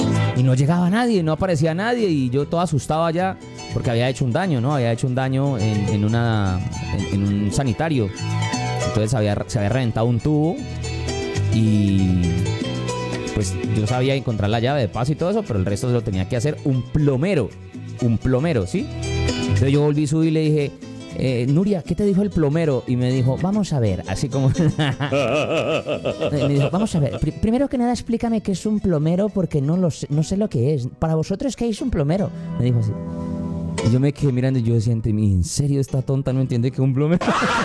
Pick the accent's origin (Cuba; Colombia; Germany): Colombia; una pregunta de esas que a uno como colombiano se queda sorprendido